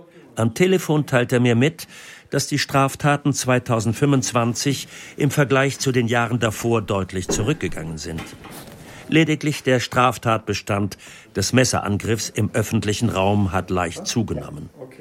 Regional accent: Singen, Baden-Württemberg, Germany; first language German; moved away as an adult; now in Berlin, Germany; Ich würde so gut Deutsch sprechen. Nur, ich konnte gar keine andere Sprache. In meiner Kindheit fiel man in Singen noch auf

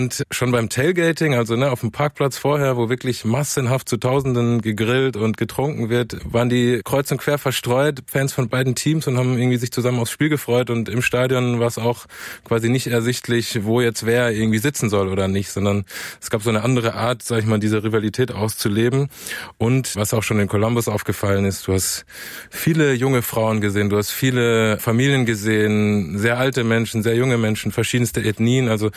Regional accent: Pforzheim, Baden-Württemberg, Germany; also ich komme aus Pforzheim. Und Green Bay hat mich ein bisschen an Pforzheim erinnert.

